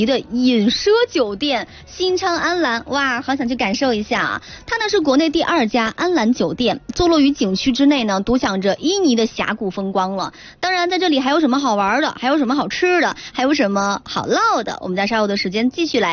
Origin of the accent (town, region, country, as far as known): Yuncheng, Shanxi, China